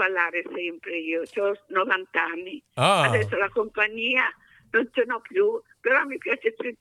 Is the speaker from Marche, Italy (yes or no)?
no; Milan, Lombardy, Italy; born there; Io sono nata a Milano, avevo i genitori che non erano italiani, che erano meridionali